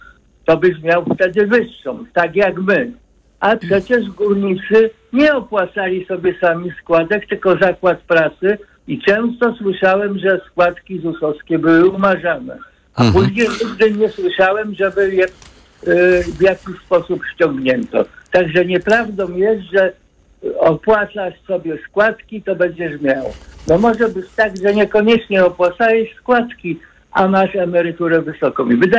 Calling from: Katowice, Silesian Voivodeship, Poland; Ponieważ jestem z Katowic

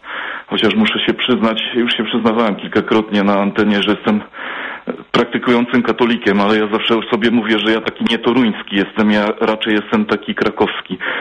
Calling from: Bavaria, Germany; temperatura 13,4 stopnia u nas w Bawarii Północnej

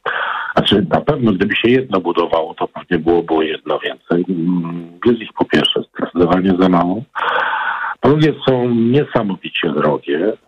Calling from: Kraków, Lesser Poland, Poland; ja akurat dzwonię z Krakowa.

